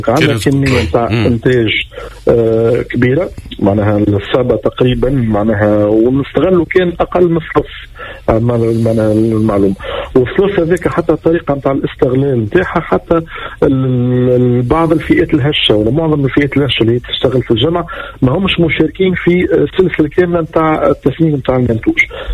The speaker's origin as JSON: {"language": "Arabic", "country": "Tunisia", "said": "أدرك عندنا في تونس تقريبا 3360 ألف هكتار معناها من الزقوق"}